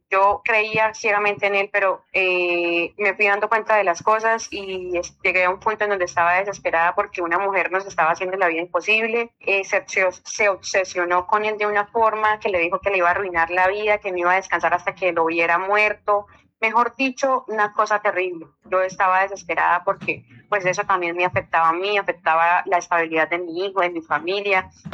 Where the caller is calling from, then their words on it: La Dorada, Caldas, Colombia; La Dorada Caldas